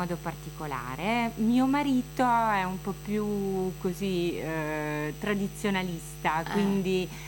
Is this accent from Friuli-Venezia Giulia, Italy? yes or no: no; Rome, Lazio, Italy; io sono nata e cresciuta a Roma.